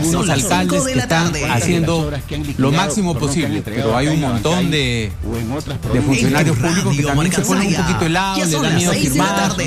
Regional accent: Piura, Peru; also born or lived in Lima; yo me siento piurano a pesar de que nací en Lima, pero viví de 0 a 10 años

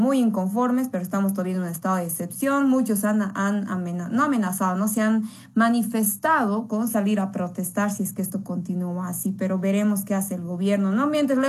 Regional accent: Bolivia; Entonces, somos los bolivianos los que estamos pagando.

